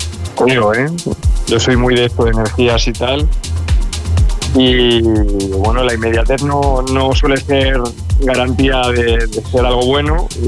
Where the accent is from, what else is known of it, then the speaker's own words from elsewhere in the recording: Madrid, Community of Madrid, Spain; Soy de aquí, de Madrid. Y bueno, de aquí de Madrid, España